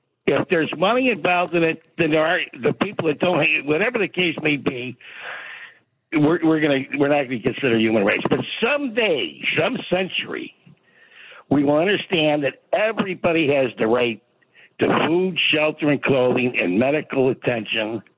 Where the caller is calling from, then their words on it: United States; I was always proud of being American